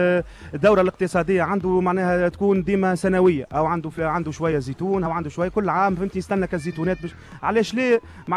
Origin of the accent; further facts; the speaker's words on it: Testour, Béja, Tunisia; نحن تساتريه رانا معناها ناس معناها كرماء، وانا تونسي